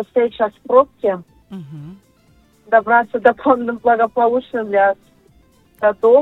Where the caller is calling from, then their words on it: Makhachkala, Dagestan, Russia; Я звоню с Махачкалы. Вот сейчас в дороге.